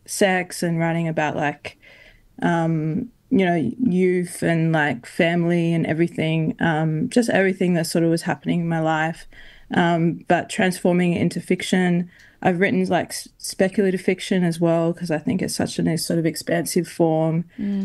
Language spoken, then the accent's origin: English; Queensland, Australia; from the perspective of, you know, being a Queenslander, being a queer person, being a black fella.